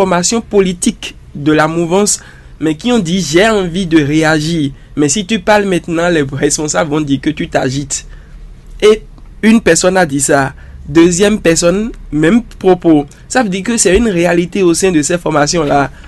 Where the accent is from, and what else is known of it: Benin